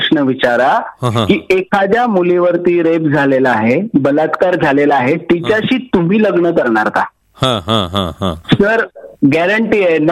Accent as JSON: {"language": "Marathi", "area": "Beed", "region": "Maharashtra", "country": "India", "tie": "born or raised there", "said": "मी ज्या जिल्ह्यातून आलो त्या जिल्ह्याचं नाव आहे बीड. बीडचा अर्थ होतो भीर, बीडचा अर्थ होतो पाणी. पाण्याचा प्रदेश असणारा म्हणजे 1947 पर्यंत निजामाच्या ताब्यात असताना हा पाण्याचा प्रदेश होता"}